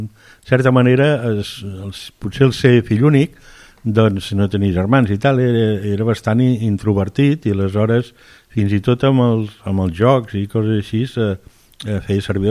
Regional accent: Caldes de Montbui, Catalonia, Spain; jo sóc fill de Caldes i Caldes me l'estimo, m'agrada, és el meu poble

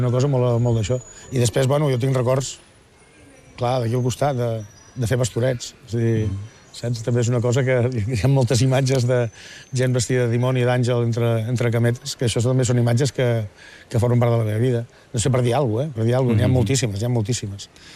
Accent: Vilanova i la Geltrú, Catalonia, Spain; la meva infància al barri de Sant Joan d'aquí a Vilanova sí que la recordo com una cosa curiosa

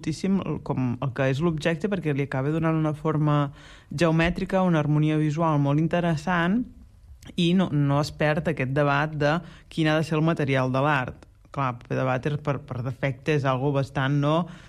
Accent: Blancafort, Catalonia, Spain; born or raised there

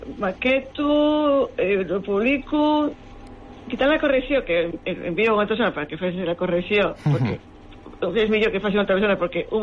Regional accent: Barcelona, Catalonia, Spain; No, soc de Barcelona.

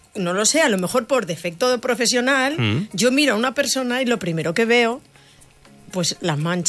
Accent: Catalonia, Spain; Jo puc parlar-te en català perfectament, perquè sóc catalana

